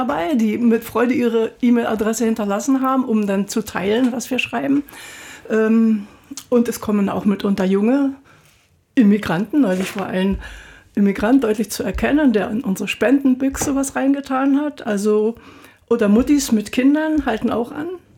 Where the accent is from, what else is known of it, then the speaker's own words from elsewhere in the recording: Prenzlau, Brandenburg, Germany; born there; Ich bin in Prenzlau geboren. Mein Vater war dort am Gymnasium.